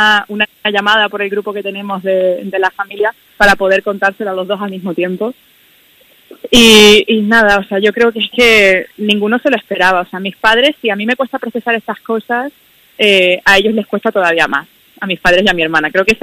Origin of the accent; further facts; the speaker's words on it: Extremadura, Spain; now in Seville, Spain; ahora mismo tengo la poca suerte, por así decirlo, de no poder vivir en mi tierra. Vivo en Sevilla hace ya 6-7 años, pero llevo Extremadura por bandera a todas partes, ¿no?